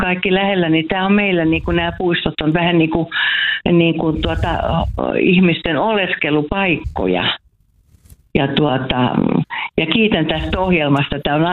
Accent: Kotka, Kymenlaakso, Finland; Soittelen täältä kotikaupungistani Kotkasta.

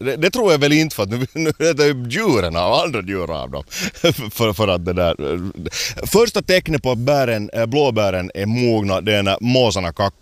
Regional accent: Espoo, Uusimaa, Finland; Jag kommer själv från Ladusved, alltså där i sydvästra Esbo.

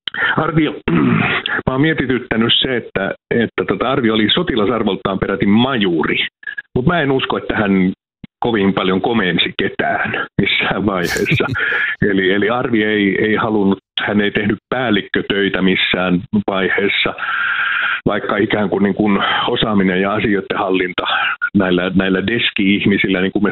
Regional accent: Savonia, Finland; No mä tunnustan aina, että mä oon semmoinen yleis-itäsuomalainen, eli mä oon savolainen

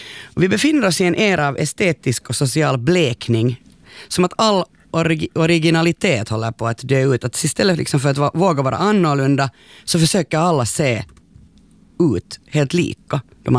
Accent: Finland; vi är ju finlandssvenskar med Janne

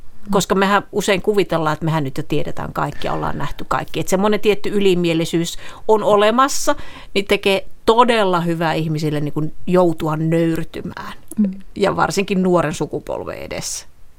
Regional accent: Eastern Finland, Finland; born there; moved away; siellä kotipuolessa Itä-Suomessa, siellä Kaskinkylässä

